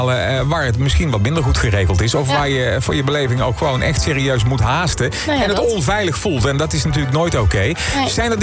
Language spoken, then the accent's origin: Dutch; Veldhoven, North Brabant, Netherlands; ik kom uit Veldhoven.